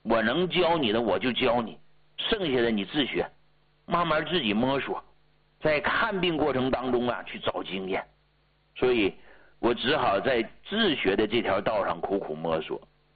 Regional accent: Hegang, Heilongjiang, China; 我是从黑龙江鹤岗走出来的一位老中医，啊，是一个从事医疗近50年的平民医者，一个实打实的农民的儿子。我们家当年呢，就住在鹤岗市工农区，不到10岁我就患上了股骨头坏死。

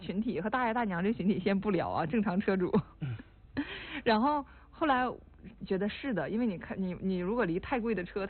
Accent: Northeast China, China; 这些词呢在我们东北人的对话框里出现的频率最高

